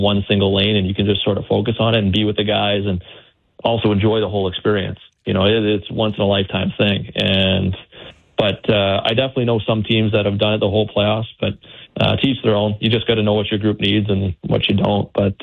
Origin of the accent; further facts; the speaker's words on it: New Brunswick, Canada; I'm from New Brunswick, so it's really not too far away.